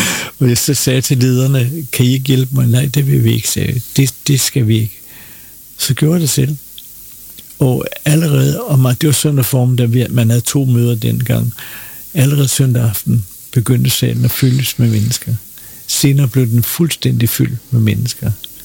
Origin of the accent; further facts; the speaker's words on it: Copenhagen, Capital Region of Denmark, Denmark; jeg var københavner